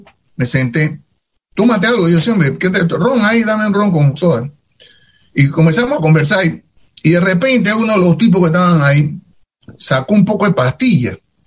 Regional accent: Panama; moved away; Eso fue lo que me hizo a mí fuerte cuando yo salí de Panamá y llegué a Nueva York

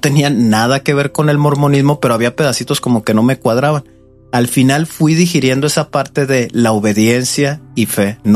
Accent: Torreón, Coahuila, Mexico; now in Morelia, Mexico

